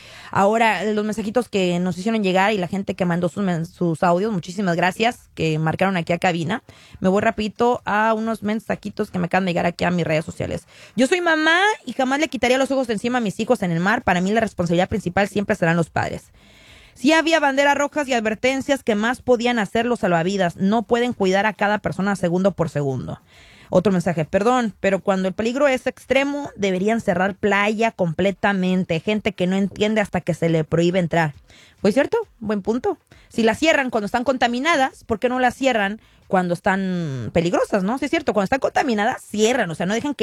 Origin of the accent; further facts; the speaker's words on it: Rosarito, Baja California, Mexico; born there; yo soy de Rosarito, Baja California, y mi abuelita, que ahí me la pasaba todo el día, vive a 2 cuadras del mar.